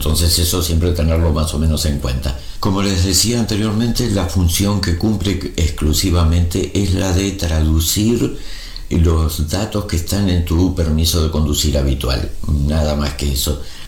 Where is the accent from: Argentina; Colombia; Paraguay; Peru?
Argentina; now in Spain; porque por ejemplo en mi país, en Argentina, lo hace el Automóvil Club Argentino. Y aquí en España no lo hace el RAC